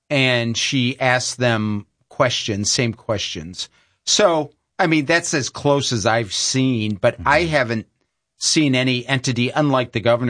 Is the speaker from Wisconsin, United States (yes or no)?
no; Toledo, Ohio, United States; I'm originally from Toledo. He's from Napoleon.